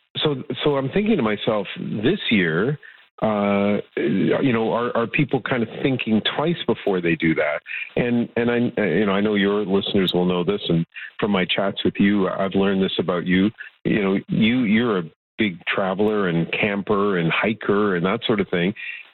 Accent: British Columbia, Canada; even as a British Columbian

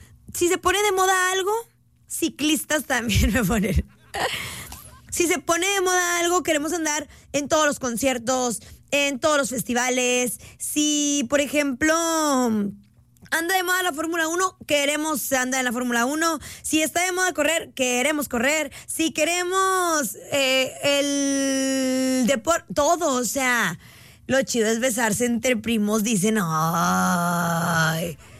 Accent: Monterrey, Nuevo León, Mexico; la raza más trabajadora... somos los de Monterrey. Los más jaladores. Somos los de Monterrey, claro que sí.

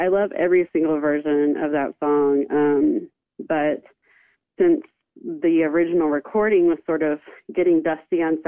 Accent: Chandler, Oklahoma, United States; I went down to my friend's studio down in Oklahoma near my hometown of Chandler

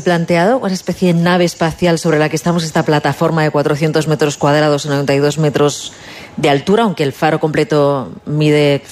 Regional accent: Madrid, Community of Madrid, Spain; born there; incluso los que somos nacidos en Madrid, que hemos pasado mil veces por aquí

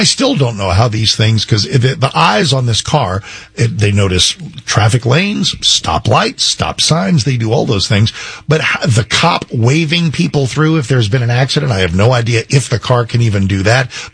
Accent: Texas, United States; I said, please, I'm from Texas. I'm a man.

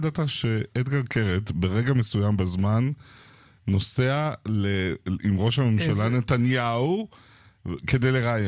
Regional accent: Ramat Gan, Tel Aviv District, Israel; שנינו גדלנו באותה עיר, יש לך נוסטלגיה לכיכר אורדיה ברמת גן בשבוע הספר?

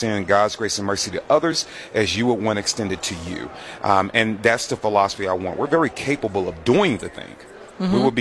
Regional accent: St. Louis, Missouri, United States; now in Atlanta, United States; I'm from St. Louis, Missouri. I live in Atlanta, Georgia now. I don't claim Georgia. I love you, Georgia, but I'm a Midwest boy born and raised.

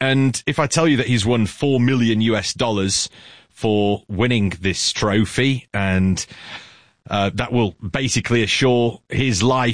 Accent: United Kingdom; I personally, as a Brit, am extremely happy

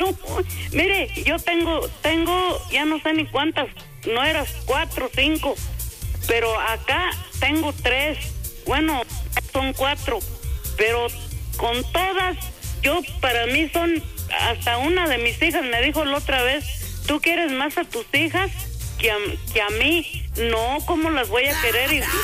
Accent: Michoacán, Mexico; yo acabo de ir para mi tierra, para Michoacán

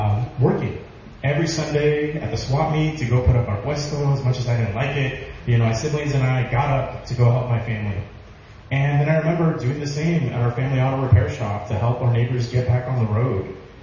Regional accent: Bakersfield, California, United States; I grew up right here in Bakersfield, right here in Kern County.

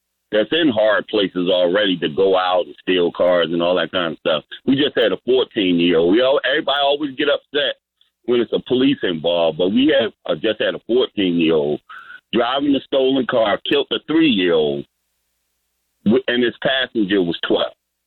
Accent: New York, United States; born there; now in Baltimore, United States; I was born in New York, but I lived in Baltimore most of my life, man.

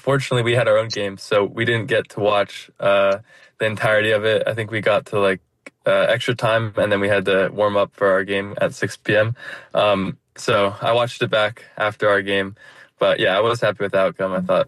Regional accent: Norwalk, Connecticut, United States; Yeah, I grew up in Norwalk, Connecticut.

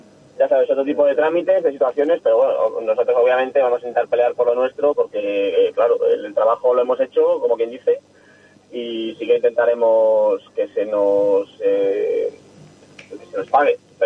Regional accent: León, Castile and León, Spain; yo y Humbert, mi hermano, somos de León. Estamos aquí en la provincia

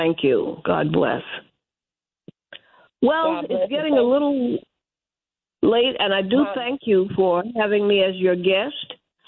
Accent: Florence, United States; I'm from Florence

